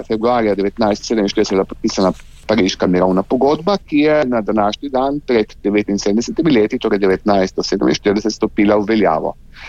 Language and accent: Slovenian; Gorica, Slovenian Littoral, Slovenia; born there; kot Primorec, Goričan, sem na to svoje poreklo zelo ponosen, na svojo deželo imam rad.